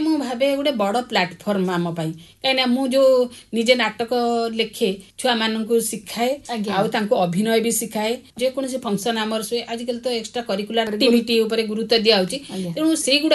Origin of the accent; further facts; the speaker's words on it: Odisha, India; born there; ସାହିତ୍ୟ କ୍ଷେତ୍ରରେ ଓଡ଼ିଶାର ଯେଉଁ ଅବଦାନ, ମୁଁ ସବୁବେଳେ ଗର୍ବ କରେ ଯେ ମୁଁ ଓଡ଼ିଶାରେ ଜନ୍ମ ହେଇଛି ବୋଲି।